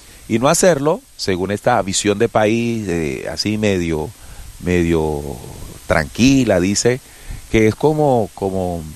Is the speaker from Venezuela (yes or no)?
no; Colombia; como colombiano común y corriente